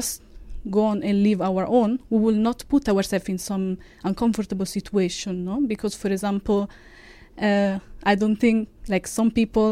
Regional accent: Italy; I'm from Italy. I'm 25 years old.

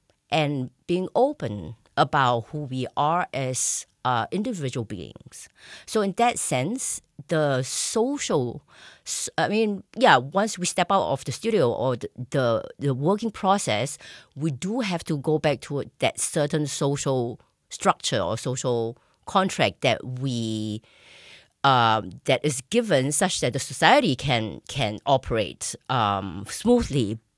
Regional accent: Singapore; now in Graz, Austria; I'm originally from Singapore, and but right now, I always like to say my kitchen is in Graz, meaning, you know, basically my home is in Graz.

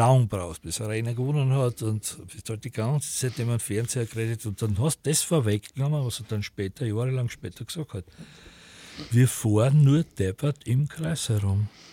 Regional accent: Wagna, Styria, Austria; Flavia Solber direkt. Also das ist Wagner bei Leibniz und Flavia Solber ist dort gleich die Ausgrabung

